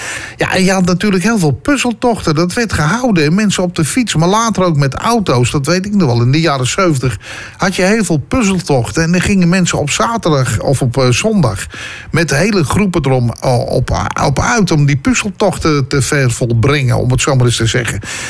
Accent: Purmerend, North Holland, Netherlands; Als iemand een accent heeft, dan ben ik het wel. Maar Joey Nukilai ook. Ja, ik kom uit Purmerend. Ik denk zo, ja, dat is nogal te horen.

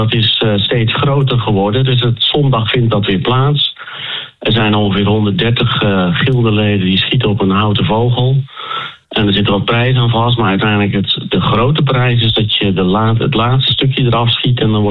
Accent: Soest, Utrecht, Netherlands; ik ben een tijdje uit Soest weg geweest, maar nu ben ik weer Soester.

